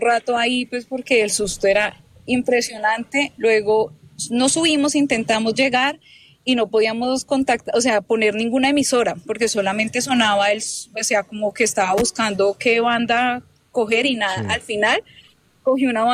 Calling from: Ibagué, Tolima, Colombia; De Ibagué.

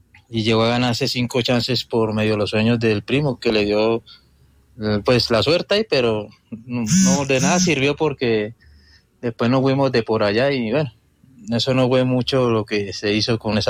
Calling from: Bogotá, Colombia; De Bogotá.

